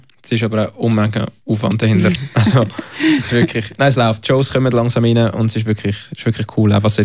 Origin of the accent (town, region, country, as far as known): Switzerland